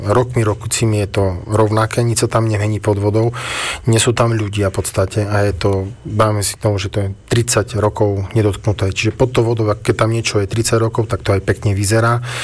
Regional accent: Michalovce, Košice Region, Slovakia; keď som Michalovčan a bývam pri Šírave, tak Šírava je naša, ako Slovenské more

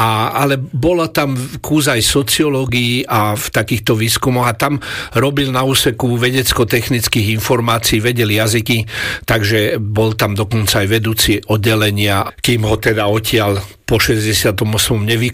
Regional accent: Prievidza, Trenčín Region, Slovakia; now in Bratislava, Slovakia; No a tak som tam vyrastal

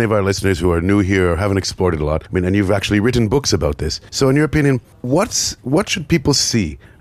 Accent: Canada; now in Slovakia; I'm from Canada. We have mountains.

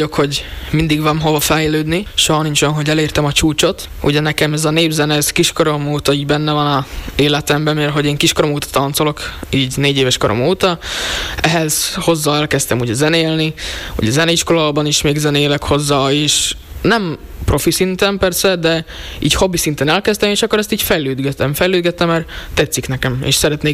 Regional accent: Rožňava, Košice Region, Slovakia; Hát ide származunk, szóval nagyon tetszik.

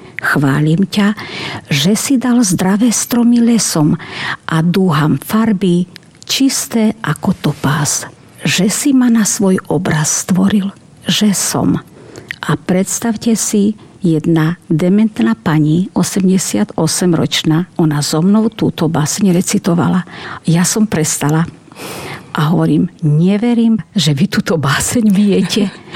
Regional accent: Krásna Lúka, Prešov Region, Slovakia; A u nás v Krásnej Luke v lete máme krásnu prírodu a tam sa rada prechádzam.

